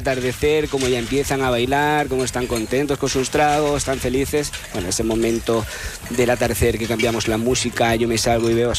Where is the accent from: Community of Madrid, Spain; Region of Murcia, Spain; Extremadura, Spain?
Extremadura, Spain; Casar de Cáceres; Yo soy extremeño. Extremadura por bandera, soy del Casar de Cáceres, guiño, de la torta del Casar.